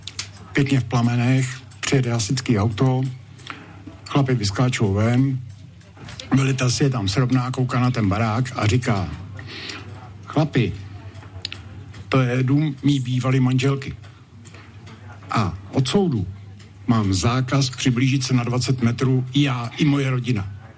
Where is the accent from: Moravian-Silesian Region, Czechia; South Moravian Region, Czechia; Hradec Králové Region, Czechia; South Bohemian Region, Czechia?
Hradec Králové Region, Czechia; Nechanice; Tady kousek od Hradce z Nechanic.